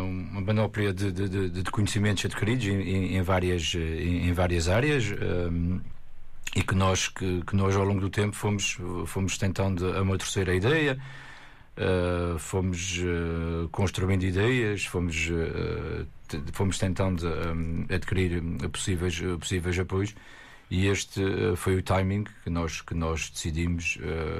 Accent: Azores, Portugal; Cresci no, na zona do aeroporto, cresci no Clubana

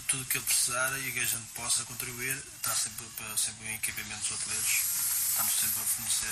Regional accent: Quintandona, Norte, Portugal; moved away; qualquer coisa já falo Quintandona e começo a me rir que sou mesmo Quintandona.

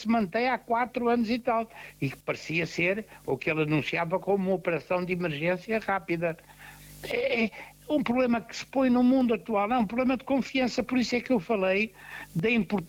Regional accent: Portugal; Somos nós, portugueses, somos os descendentes de Afonso de Albuquerque

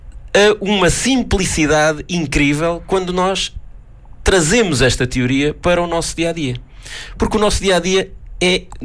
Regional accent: Gafanha da Nazaré, Aveiro, Portugal; moved away as an adult; also born or lived in Coimbra; a rádio na altura pirata da minha terra

